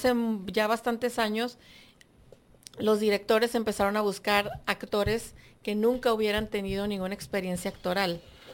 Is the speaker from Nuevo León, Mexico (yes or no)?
no; Guadalajara, Jalisco, Mexico; born there; Nací en Guadalajara.